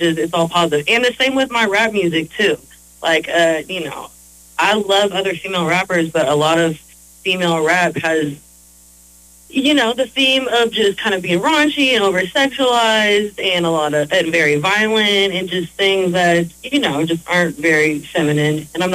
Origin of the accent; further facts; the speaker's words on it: Vallejo, California, United States; Growing up in Vallejo, I mean, you know, there's so many rappers, and I was always a hip-hop head and grew up loving it.